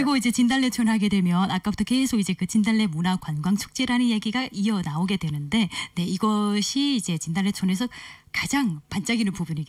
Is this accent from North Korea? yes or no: no; Yanbian, Jilin, China; 저는 사실은 연변 사람이니까